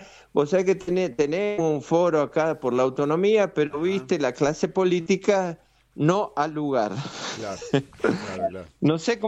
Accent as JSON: {"language": "Spanish", "region": "Buenos Aires", "country": "Argentina", "also_born_or_lived": "Misiones", "moved": "as an adult", "said": "siendo un porteño"}